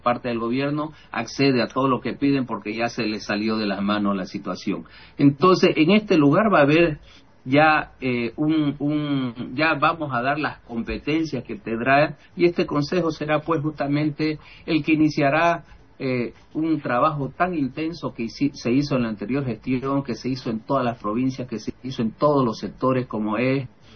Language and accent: Spanish; Santa Cruz, Bolivia